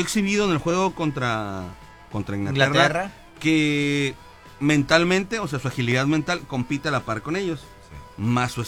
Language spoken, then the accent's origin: Spanish; Mexico; nosotros como mexicanos y malinchistas